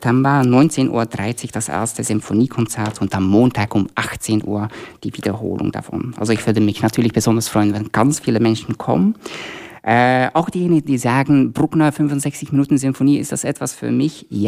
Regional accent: Belgium; moved away; ich komme ursprünglich aus Belgien

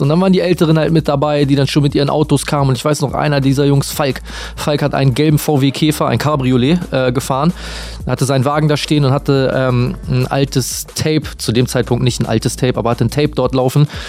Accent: Celle, Lower Saxony, Germany; now in Bremen, Germany; ich komme aus Bremen, ursprünglich aber born and raised sozusagen in Celle. Das ist eine kleine Stadt in Niedersachsen in der Nähe von Hannover.

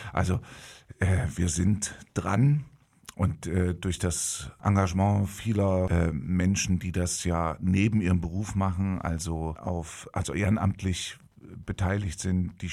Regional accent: Gotha, Thuringia, Germany; ich bin gebürtiger Gotha

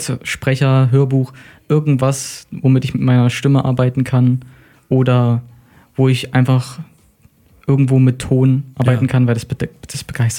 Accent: Stadtilm, Thuringia, Germany; Ich bin aus Stadt Ilm

